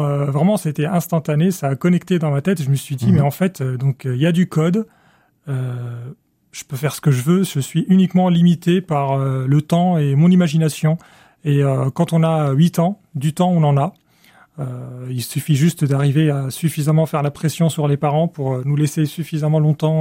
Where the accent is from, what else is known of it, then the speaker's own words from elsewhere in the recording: Cairo, Cairo Governorate, Egypt; moved away as an adult; now in France; j'ai grandi en Égypte, au Caire.